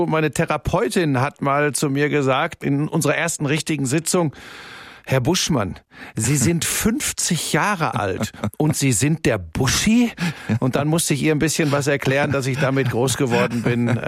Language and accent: German; Bottrop, North Rhine-Westphalia, Germany; born there; moved away as an adult; now in Munich, Germany; Ja, ich bin geboren in Bottrop.